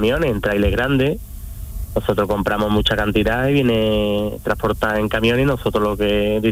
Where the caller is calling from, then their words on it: Dos Hermanas, Andalusia, Spain; Nosotros estamos en Dos Hermanas, en la carretera de la Isla Menor, kilómetro 4.